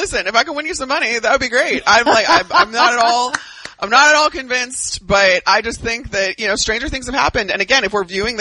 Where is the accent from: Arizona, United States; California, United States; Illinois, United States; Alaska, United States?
Illinois, United States; Chicago; I'm from Chicago.